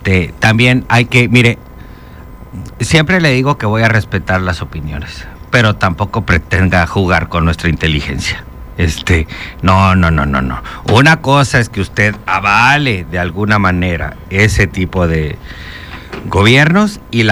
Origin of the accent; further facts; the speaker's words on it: Chetumal, Quintana Roo, Mexico; Todos chetumaleños.